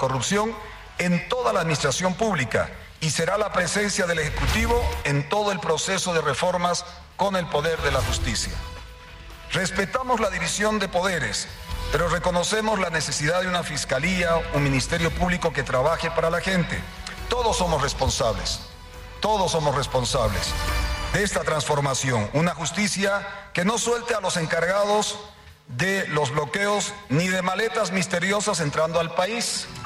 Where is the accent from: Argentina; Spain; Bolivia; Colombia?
Bolivia; agradecer como boliviano, ya no como presidente